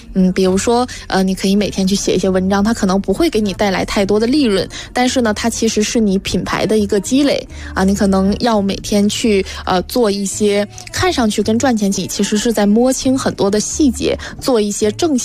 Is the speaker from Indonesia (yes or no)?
no; China; 比如说我们中国人经常说鸡蛋不要放在同一个篮子里